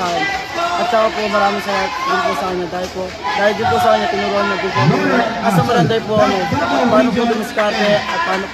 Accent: Marikina, Metro Manila, Philippines; Lalo na lang po sa amin sa Marikina

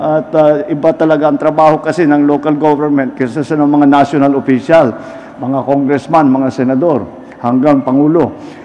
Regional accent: Ilocos Region, Philippines; Pero palapit na doon sa amin sa Ilocos Norte.

